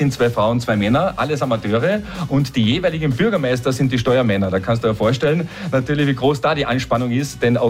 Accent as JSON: {"language": "German", "town": "Villach", "region": "Carinthia", "country": "Austria", "tie": "born there", "said": "Ja, ich bin ein gebürtiger Villacher."}